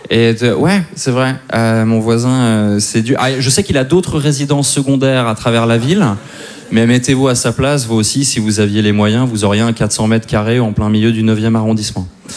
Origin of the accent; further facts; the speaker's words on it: Switzerland; born there; Moi, je suis né en Suisse un 20 avril.